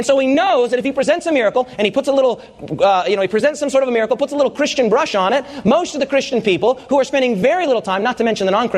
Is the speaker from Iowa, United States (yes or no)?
no; Rapid City, South Dakota, United States; I was from Rapid City, South Dakota.